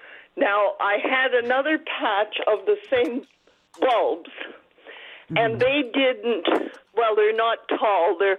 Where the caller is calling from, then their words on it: Holstein, Ontario, Canada; I'm from Holstein, not Ottawa.